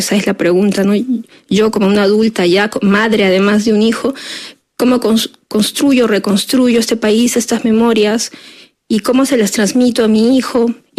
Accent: Peru; importante en Perú que aborda también un conflicto, o sea, la matanza, el asesinato de 50 personas en mi país en los años 2022-2023.

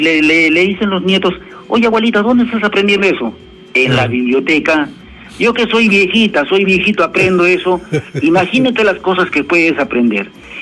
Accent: Arequipa, Peru; Somos muy regionalistas, a veces se admiran cuando dicen ¿por qué los arequipeños tanto aman a su tierra?

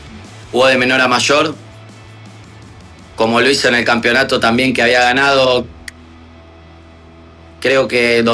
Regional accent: Argentina

